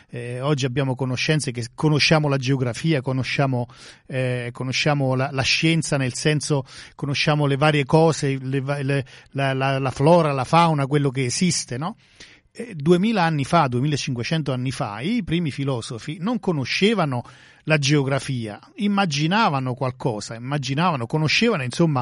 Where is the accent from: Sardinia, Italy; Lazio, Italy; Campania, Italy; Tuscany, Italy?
Campania, Italy; San Giorgio La Molara; come si dice al mio paese, a San Giorgio la Molara